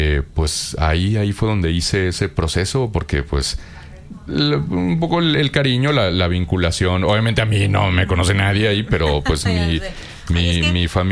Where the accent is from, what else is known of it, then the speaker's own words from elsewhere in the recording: Chihuahua, Mexico; Y quiero decir que en mi foto de la credencial de la UAI allá cuando era niño en Chihuahua, salgo con la del Santos, ¿eh? Así es que ahí combinando mis dos orígenes.